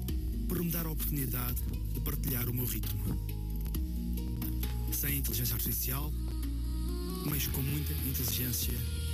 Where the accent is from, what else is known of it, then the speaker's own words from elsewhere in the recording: Sesimbra, Setúbal, Portugal; percussionista, e sou de Sesimbra.